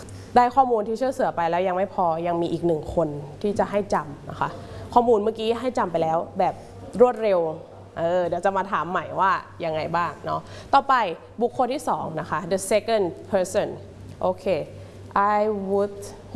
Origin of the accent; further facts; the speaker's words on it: Udon Thani, Thailand; I am from อุดรธานีนะคะจังหวัดอุดรธานีที่ภาคอีสานของเรานี่เองนะคะ